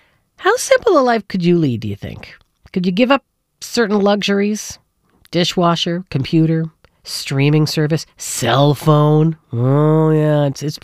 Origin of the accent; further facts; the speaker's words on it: St. John's, Newfoundland and Labrador, Canada; moved away; I'm only 55, but I still remember growing up in St. John's